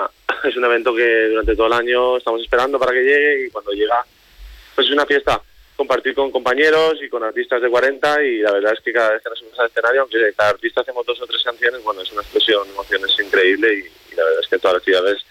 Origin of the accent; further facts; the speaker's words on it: Valencia, Valencian Community, Spain; somos de Valencia, de Mediterráneo, de la playa